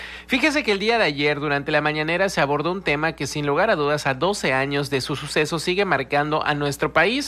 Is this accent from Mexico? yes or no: yes; Mexico; todos los mexicanos